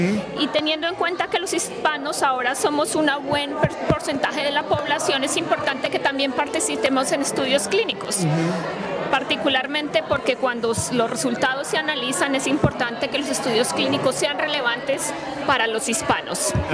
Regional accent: Colombia; moved away as an adult; now in Columbia, Missouri, United States; Soy colombiana, sí.

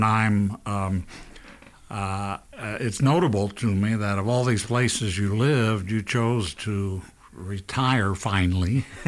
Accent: Tulsa, Oklahoma, United States; I grew up in Tulsa.

